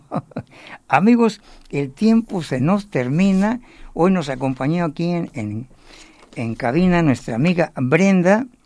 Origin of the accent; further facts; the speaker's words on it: Mexico; Nosotros como mexicanos